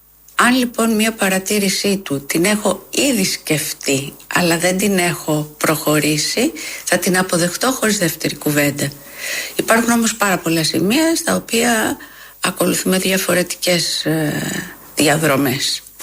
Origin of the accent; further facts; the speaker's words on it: Athens, Attica, Greece; born there; also born or lived in Alexandria, Egypt; Εγώ γεννήθηκα στην Αλεξάνδρεια, αλλά ήρθα 6 μηνών στην Κυψέλη, σε ένα σπίτι στη Λίμνου που τώρα λέγεται Λέλας Καραγιάννη.